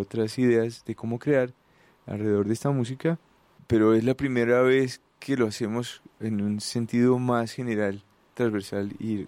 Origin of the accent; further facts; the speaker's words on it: Bogotá, Colombia; Yo soy bogotano, siempre hago viajes a Boyacá